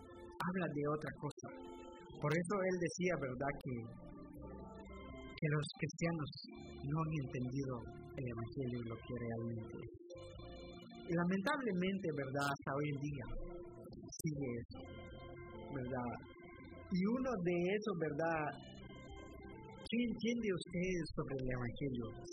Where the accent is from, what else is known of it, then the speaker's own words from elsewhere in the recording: Guatemala; now in United States; en mi país, en Guatemala